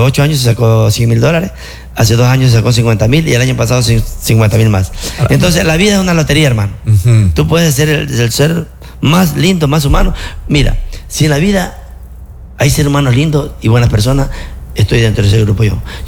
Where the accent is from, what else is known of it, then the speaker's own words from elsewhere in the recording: Santo Domingo, Santo Domingo de los Tsáchilas, Ecuador; muchos empresarios de Santo Domingo tenemos que hacer eso